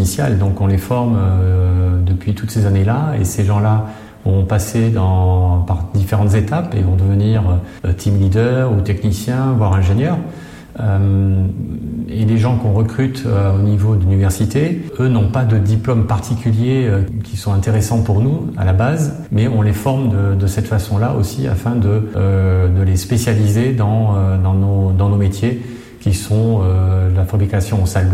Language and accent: French; France; now in Mauritius; je vais prendre la France puisque je suis d'origine de France.